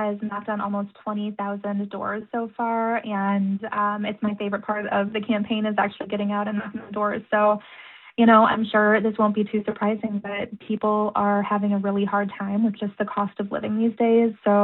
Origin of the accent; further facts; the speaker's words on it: Warren, Michigan, United States; I grew up here in Warren, Michigan, and my entire family has always worked for the auto industry.